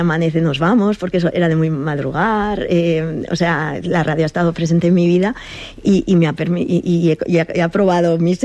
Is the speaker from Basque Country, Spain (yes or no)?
yes; San Sebastián, Basque Country, Spain; Del que acaba de ganar la Copa del Rey, porque soy donostiarra